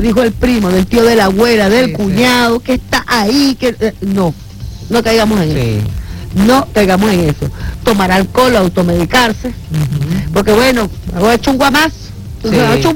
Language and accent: Spanish; Venezuela; somos venezolanos y venezolanas con guáramo